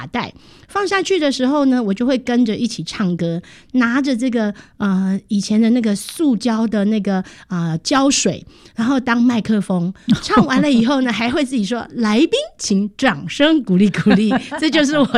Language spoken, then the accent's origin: Chinese; Taiwan; 我应该在我在一个就是眷村里面长大的，